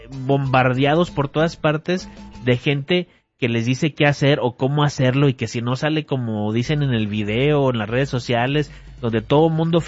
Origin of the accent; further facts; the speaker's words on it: Monterrey, Nuevo León, Mexico; moved away; yo nací y crecí en Monterrey, que es una ciudad enorme